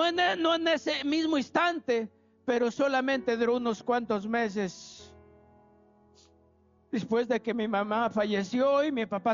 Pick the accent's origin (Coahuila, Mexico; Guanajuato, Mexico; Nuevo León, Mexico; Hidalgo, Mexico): Guanajuato, Mexico; born there; yo soy nacido, hermanos, en Guanajuato. Yo vengo, hermanos, de una familia muy pobre.